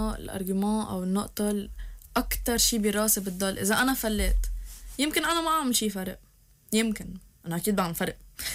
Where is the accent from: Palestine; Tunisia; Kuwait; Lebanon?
Lebanon; ما نحن من لبنان، نحن لبنانية يعني. خلينا عن جد نطور البلد قد ما فينا